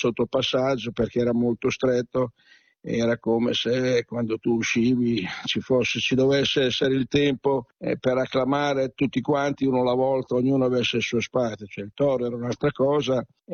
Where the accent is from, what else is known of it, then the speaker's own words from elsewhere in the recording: Bologna, Emilia-Romagna, Italy; Mi dispiacque molto lasciare Bologna, io ero cresciuto a Bologna, sai, una città che non va mai a dormire